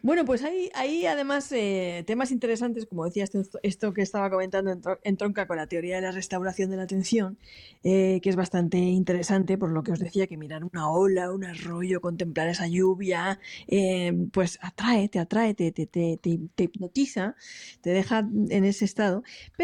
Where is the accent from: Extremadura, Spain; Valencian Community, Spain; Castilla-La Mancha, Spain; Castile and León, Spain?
Valencian Community, Spain; Alicante; yo, por ejemplo, que soy del Mediterráneo, de Alicante, yo cuando voy a la playa siempre me gusta situarme en una zona donde el agua rompe contra unas roquitas, ¿no?